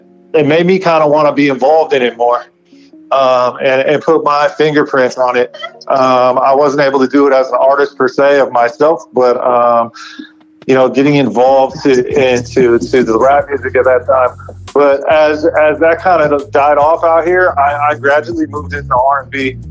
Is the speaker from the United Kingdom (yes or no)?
no; California, United States; So I as a high school kid, man, growing up in the Bay Area, big fan of some of the local rap and hip hop around here.